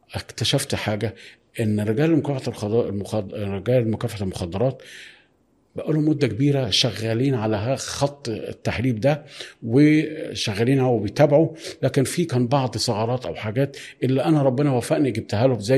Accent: Egypt; ان انا صحفي مصري

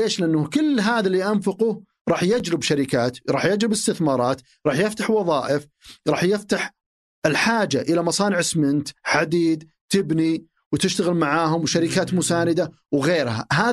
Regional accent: Saudi Arabia; عندنا في السعودية

